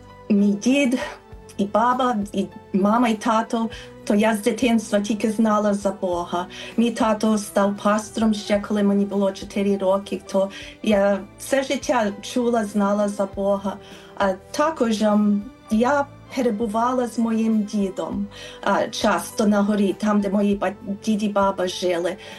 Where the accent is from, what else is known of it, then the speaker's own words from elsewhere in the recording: London, Ontario, Canada; Я народилася в Лондоні, провінція Онтаріо, в Канаді. І зараз я перебуваю в тій самій хаті, де я народилася.